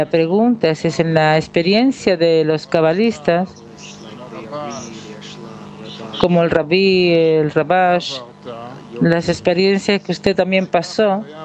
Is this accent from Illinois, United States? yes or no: yes; Chicago, Illinois, United States; Spanish is a second language; Hola a todos. … soy de Chicago.